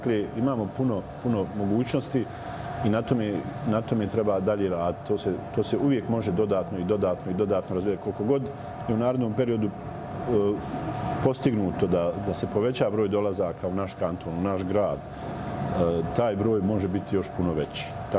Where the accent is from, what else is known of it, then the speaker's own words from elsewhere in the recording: Jajce, Federation of Bosnia and Herzegovina, Bosnia & Herzegovina; Ali, kod nas u Jajcu je vrlo malo toga što je podijeljeno, što je paralelno